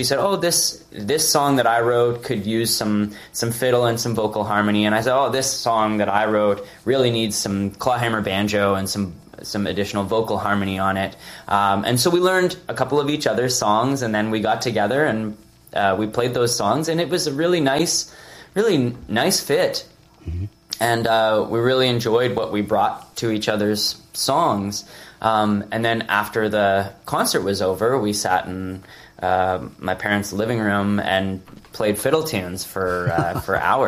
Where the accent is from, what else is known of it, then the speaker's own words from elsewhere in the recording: North Bay, Ontario, Canada; moved away; also born or lived in Toronto; North Bay, which, as I mentioned to you, is my hometown. My parents still live there.